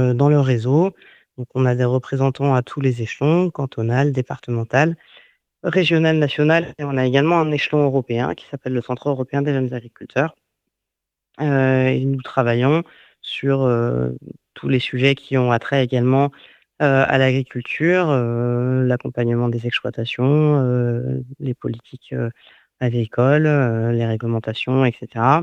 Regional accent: Paris, Île-de-France, France; moved away as an adult; now in Hérault, France; Je suis née à Paris, j'ai grandi à Paris, issue d'une famille, issue de domaines professionnels très différents. Et j'ai atterri dans la région pour faire une école d'agronomie à Montpellier.

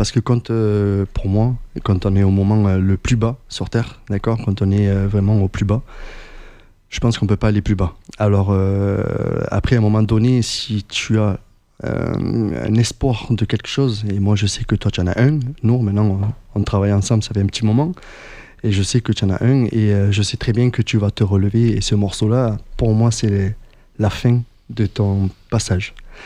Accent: Sète, Occitanie, France; je viens de Sète. Et j'ai grandi toujours dans la musique.

